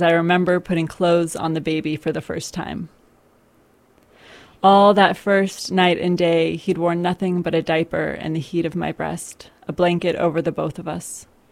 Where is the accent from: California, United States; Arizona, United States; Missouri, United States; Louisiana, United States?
California, United States; moved away as an adult; now in Vermont, United States; I grew up in California.